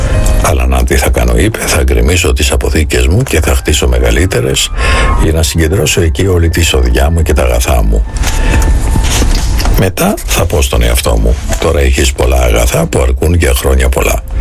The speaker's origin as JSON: {"language": "Greek", "country": "Syria", "tie": "born or raised there", "second_language": "Greek", "moved": "yes", "said": "ο πατέρας μου έκανε πολλά καλά στην πατρίδα μου λόγω της δουλειάς του. Το όνομα του πατέρα μου έγινε πολύ γνωστό μέσα από το έργο του. Μια μέρα μπήκαν οι αντάρτες, οι φανατικοί Ισλαμιστές στο σπίτι μας, που βρισκόταν σε μια παραθαλάσσια μεσογειακή πόλη της Συρίας."}